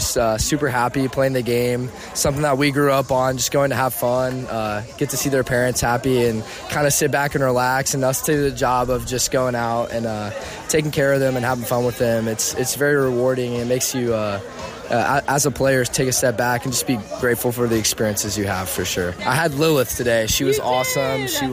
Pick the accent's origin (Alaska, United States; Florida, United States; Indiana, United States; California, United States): Indiana, United States; Indianapolis; I'm from Indianapolis, Indiana.